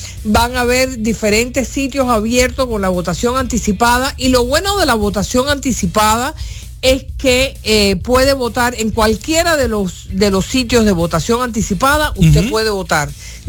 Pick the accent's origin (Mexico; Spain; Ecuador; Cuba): Cuba; soy cubana, nací en Cuba, y desafortunadamente mi pueblo, mi gente, viven en una prisión